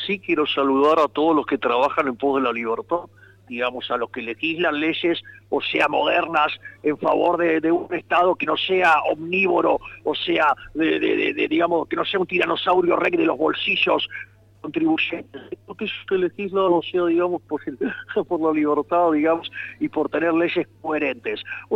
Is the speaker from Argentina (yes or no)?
yes; Argentina; now in United States; O sea, ojalá que también nosotros como argentinos podamos celebrar y también poner nuestros colores patrios en Estados Unidos mañana 4 de julio.